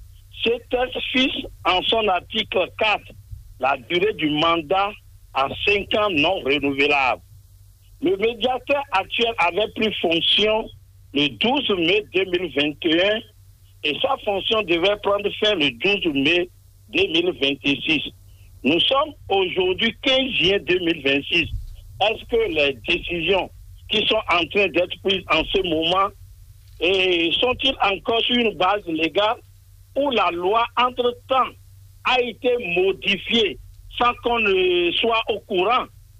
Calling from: Cotonou, Littoral, Benin; De Missebor Cotonou, 5e arrondissement.

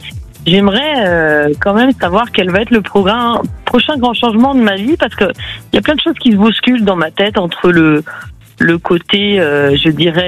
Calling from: Brittany, France; De Bretagne, exactement.

